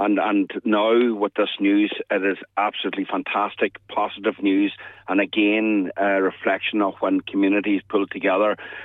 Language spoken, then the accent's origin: English; Gaeltacht, Ireland; From my own perspective as an Irish language speaker and coming from an Irish language community